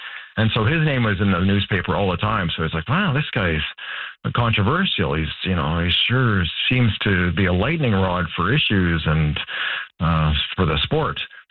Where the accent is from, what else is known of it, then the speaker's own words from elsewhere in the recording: Calgary, Alberta, Canada; I grew up in Calgary